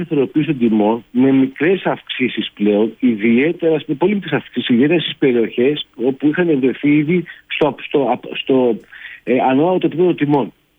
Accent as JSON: {"language": "Greek", "town": "Patras", "region": "Western Greece", "country": "Greece", "said": "Δεν θα πάω στους πολιτικούς μηχανικούς Αθήνας, θα πάω στην Πάτρα, που είμαι από την Πάτρα."}